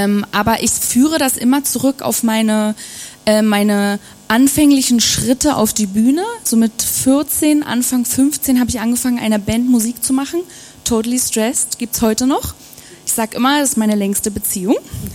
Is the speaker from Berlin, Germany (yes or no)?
yes; Berlin, Germany; ich bin in Berlin aufgewachsen, in Ost-Berlin